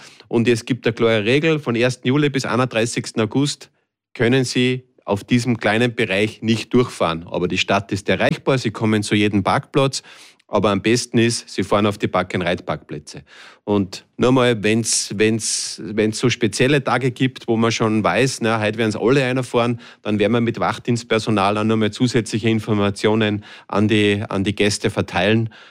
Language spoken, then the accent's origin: German; Salzburg, Austria; dass ich bei ihm eben im Bongau nicht opfern habe dürfen als Salzburger mit einem S-Kennzeichen.